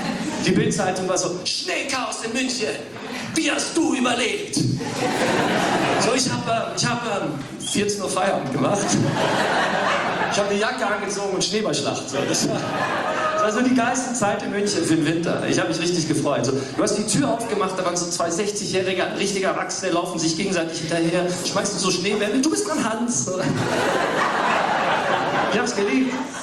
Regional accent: Wales, United Kingdom; Ich komme aus Wales. Bei uns ist es einfach immer furchtbar.

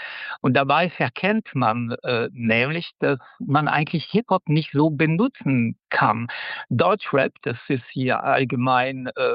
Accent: France; Ja, also als Franzose habe ich mich immer über den allgemeinen Popmusikgeschmack hierzulande gewundert.

